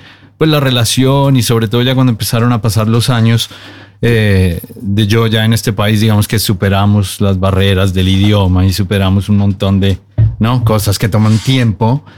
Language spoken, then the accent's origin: Spanish; Bogotá, Colombia; now in Norway; yo soy colombiano, soy de Bogotá. Y a través de los años, cuando llegamos acá, empezamos a hacer nuestro grupo de amigos